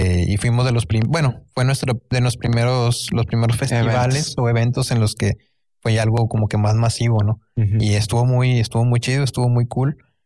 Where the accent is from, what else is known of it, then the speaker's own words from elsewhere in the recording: Linares, Nuevo León, Mexico; Todos somos de Linares, sí.